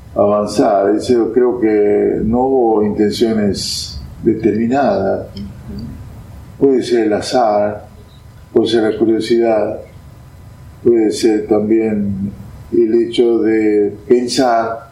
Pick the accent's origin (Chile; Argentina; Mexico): Argentina; Campo Santo, Salta; moved away; Yo vengo de Camposanto, de un pueblo muy, muy, con pocas posibilidades económicas.